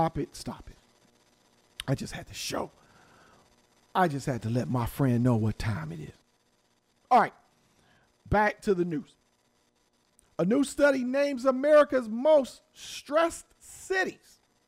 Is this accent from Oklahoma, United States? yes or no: no; Cleveland, Ohio, United States; I know a thing or two about that because I am from Cleveland, Ohio.